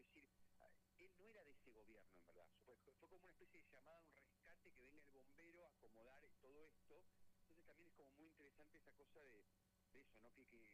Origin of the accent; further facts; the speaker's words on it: Buenos Aires, Argentina; now in southern Santa Fe, Argentina; yo soy porteño, digamos, ahora no estoy viviendo en Buenos Aires, estoy viviendo en el sur de Santa Fe, ahora me voy a mudar de vuelta a la provincia de Buenos Aires, pero lejos de capital.